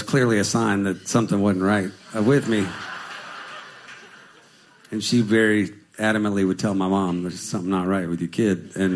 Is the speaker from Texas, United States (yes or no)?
yes; Houston, Texas, United States; moved away; I'm a seventh generation Texan. I'm from Houston, Texas originally. And my mother was from Waco, Texas. I mean, from Houston, Texas. And my dad was from Waco, Texas.